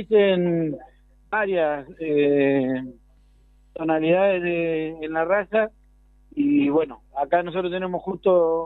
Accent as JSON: {"language": "Spanish", "town": "General Lavalle", "region": "Buenos Aires Province", "country": "Argentina", "said": "De Pavón de General Lavalle."}